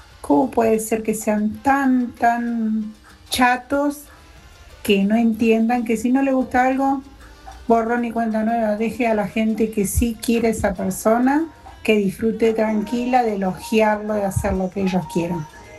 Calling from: Villa Regina, Río Negro, Argentina; de Villa Regina, Río Negro.

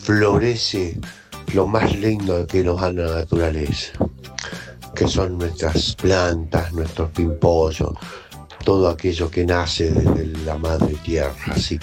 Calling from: San Martín, Buenos Aires Province, Argentina; Hola, Radio Latina, ¿cómo estamos? … de San Martín y Bellán.

